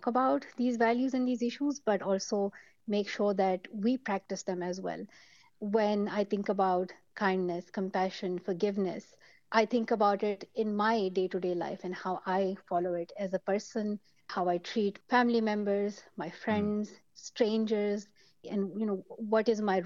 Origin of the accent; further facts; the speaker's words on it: Pakistan; The gunman who shot me were told that I was not belonging to Islam or to their culture, that I was somebody alien to them.